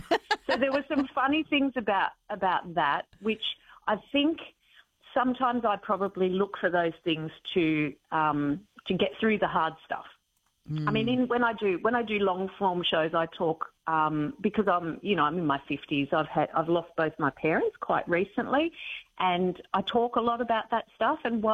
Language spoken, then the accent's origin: English; Mullumbimby, New South Wales, Australia; I'm from Mullumbimby, so it's the same sort of feel. And being from Mullumbimby, well, really, we have to be comedians, don't we? All of us.